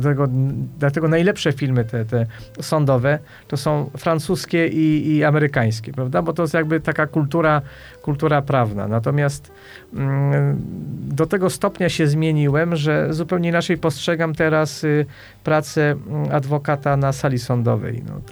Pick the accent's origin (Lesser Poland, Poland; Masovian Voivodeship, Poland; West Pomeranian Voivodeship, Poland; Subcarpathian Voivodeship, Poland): Lesser Poland, Poland; Kraków; moved away as an adult; also born or lived in Wieliczka; now in United States; Nagle jestem z Krakowa, nie jestem z rodziny adwokackiej, więc skończyłem studia prawnicze, potem aplikacje i gdzieś tam grzebałem sobie sprawę trochę w Krakowie, trochę w Wieliczce. Ja byłem w Wieliczce adwokatem.